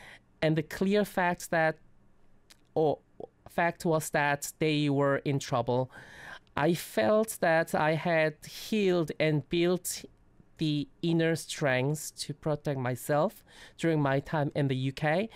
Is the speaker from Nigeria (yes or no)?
no; Jeju, South Korea; my hometown Jeju